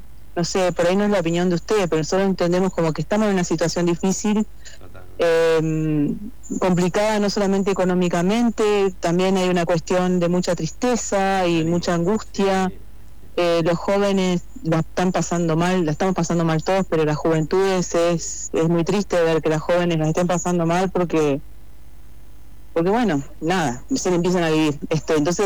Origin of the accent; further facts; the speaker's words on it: Posadas, Misiones, Argentina; Está acá en Posadas, somos de Posadas.